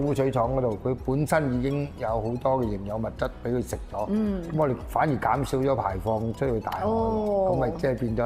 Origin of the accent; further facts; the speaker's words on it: Shunde, Guangdong, China; 反而咧就真係落地咧，就翻我家鄉順德佛山區嘅佛山順德區裏面咧去搞呢件事咧